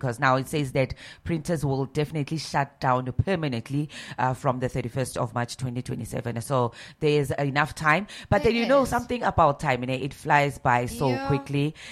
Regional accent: South Africa; born there; I was born in South Africa

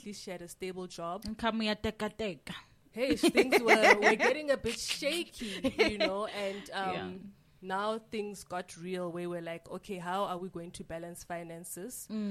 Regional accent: North West, South Africa; now in Johannesburg, South Africa; I am a South African citizen. I was raised in the Northwest, but my parents originate from Zambia.

